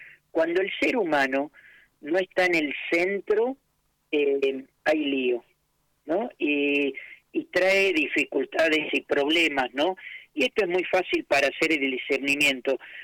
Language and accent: Spanish; Argentina; a nosotros como Argentina